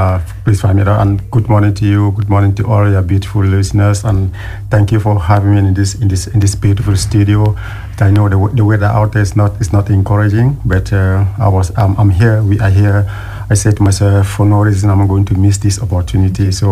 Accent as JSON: {"language": "English", "country": "Cameroon", "tie": "born or raised there", "also_born_or_lived": "Waterford / Cork", "moved": "as an adult", "lives_now": "Ireland", "said": "I was born in Cameroon, and life there was tough, and opportunities were limited."}